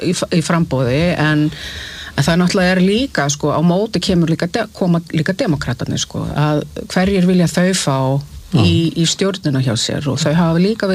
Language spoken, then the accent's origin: Icelandic; Massachusetts, United States; Icelandic is a second language; moved away; also born or lived in Washington D.C. / Minnesota; Þannig að ég ólst upp í Massachusetts, móður mín var frá Massachusetts og svo lærði ég fyrst í Georgetown í Washington D.C. og svo flutti ég til Minnesota nokkrum árum setna og bjóð þar í 20 ár.